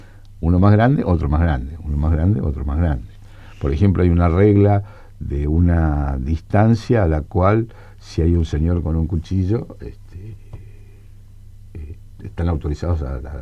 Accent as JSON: {"language": "Spanish", "country": "Argentina"}